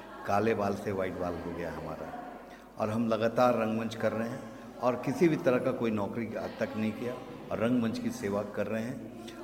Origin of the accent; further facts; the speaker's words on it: Patna, Bihar, India; और मैं पटना से आया हूँ।